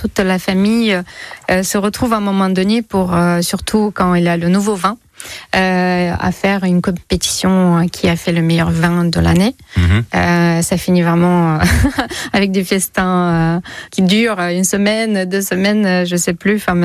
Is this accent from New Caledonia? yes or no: no; Moldova; now in Bordeaux region, France; je viens de la Moldavie